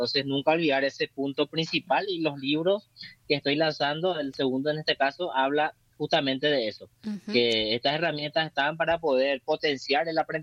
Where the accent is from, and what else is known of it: Paraguay